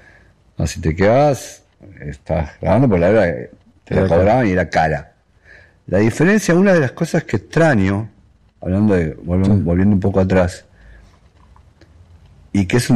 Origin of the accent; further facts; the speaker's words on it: Buenos Aires, Argentina; born there; yo nací en Versalles.